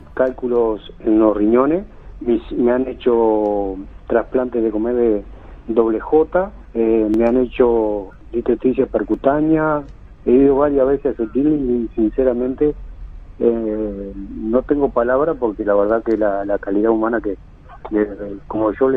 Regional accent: Carmelo, Colonia, Uruguay; Porque yo soy del interior, yo soy de Carmelo

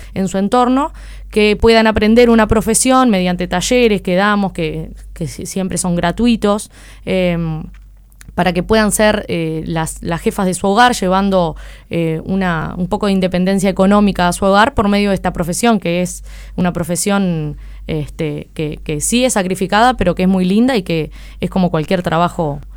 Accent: Uruguay; nosotros acá en Uruguay

